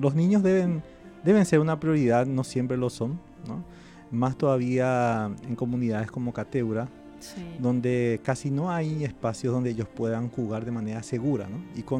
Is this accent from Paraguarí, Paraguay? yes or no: yes; Carapeguá, Paraguarí, Paraguay; now in Asunción, Paraguay; como soy de Carapeguá, tenemos una pequeña quinta con mis padres. Me fui a Carapeguá casi un año.